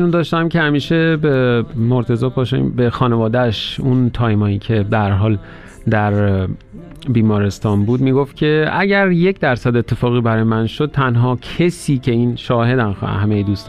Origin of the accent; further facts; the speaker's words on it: southern Iran, Iran; من جنوبی هستم و دریا نقش موثری داشته در بزرگ شدن من